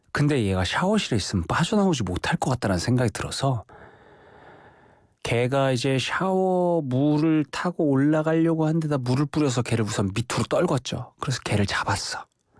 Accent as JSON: {"language": "Korean", "country": "South Korea", "said": "한국에서 온"}